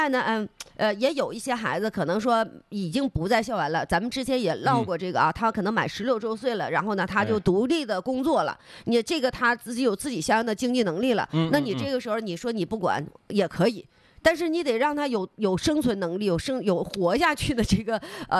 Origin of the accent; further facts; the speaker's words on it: Northeast China, China; 尤其说咱们东北这边来讲的话